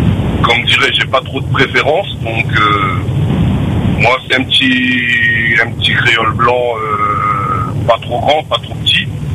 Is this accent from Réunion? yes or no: yes; Réunion; moved away as an adult; Découvrir d'autres villes, c'est pour ça que j'ai quitté la Réunion. C'était trop petit.